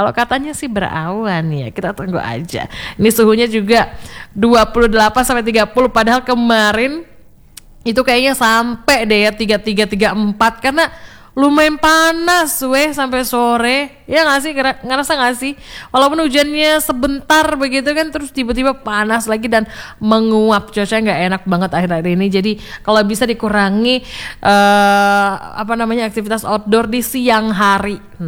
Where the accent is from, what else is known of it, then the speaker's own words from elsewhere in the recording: Batam, Riau Islands, Indonesia; Bayangin dulu kan Ocarina sempat jadi tempat favorit kita ya, warga Batam.